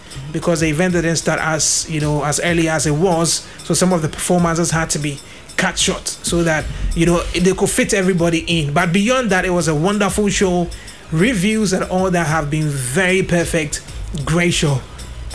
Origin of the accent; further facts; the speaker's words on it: Ghana; It brings people's minds to the fact that, yes, we are coming from Ghana.